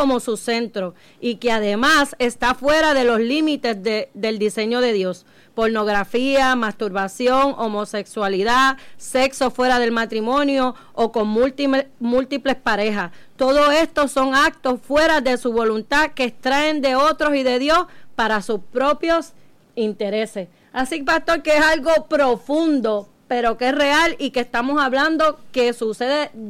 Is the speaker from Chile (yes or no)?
no; Puerto Rico; porque nosotros conocemos, o porque nos han hablado, porque somos puertorriqueños, ya todo el mundo sabe y conoce.